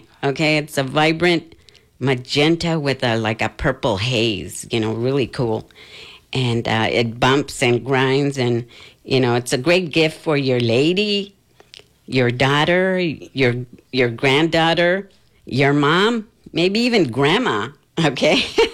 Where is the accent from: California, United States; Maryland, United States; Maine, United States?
California, United States; also born or lived in Texas; I'm a Tejana too. I was born in Texas, but raised in California.